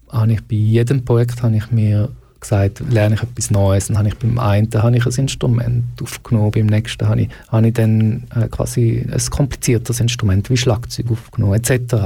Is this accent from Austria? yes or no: no; Jerusalem, Jerusalem District, Israel; Und ich meine, ich bin in Jerusalem aufgewachsen und dort kommen sowieso all die Kulturen ein bisschen zusammen.